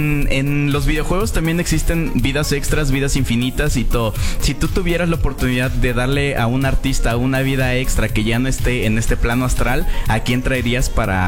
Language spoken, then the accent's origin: Spanish; Jalisco, Mexico; Sí, yo soy de Jalisco.